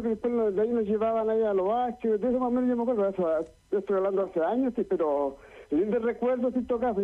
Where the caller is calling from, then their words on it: Cajón, Araucanía, Chile; De acá de Temuco, o sea, de la novena acá, pero de Cajón.